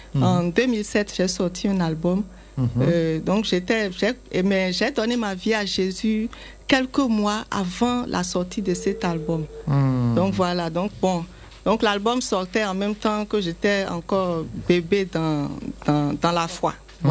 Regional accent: Parakou, Borgou, Benin; moved away as an adult; also born or lived in Ethiopia; now in Abidjan, Côte d'Ivoire; J'ai passé une bonne partie de mon enfance à Parakou.

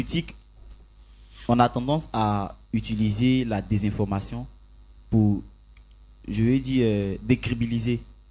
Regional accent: Côte d’Ivoire; chez nous, en Côte d'Ivoire

